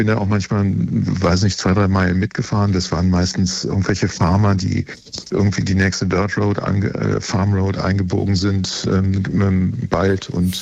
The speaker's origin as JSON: {"language": "German", "region": "Hesse", "country": "Germany", "tie": "born or raised there", "lives_now": "Berlin, Germany", "said": "Ja, hallo aus Berlin nach Hessen, in meinem Heimatland."}